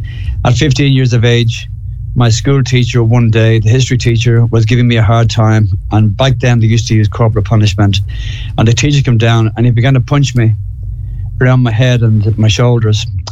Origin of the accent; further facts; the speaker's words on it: Dublin, Leinster, Ireland; Well, I'm Irish. I'm brought up in Dublin, a Catholic business family.